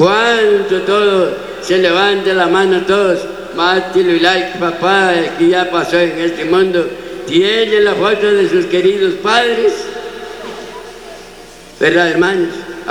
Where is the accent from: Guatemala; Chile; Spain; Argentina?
Guatemala; San Miguel Ixtahuacán, San Marcos